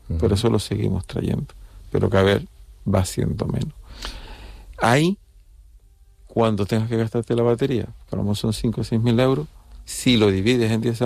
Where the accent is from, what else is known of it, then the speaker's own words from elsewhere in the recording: Las Palmas de Gran Canaria, Canary Islands, Spain; yo soy de origen de Las Palmas, pero Tenerife la conozco.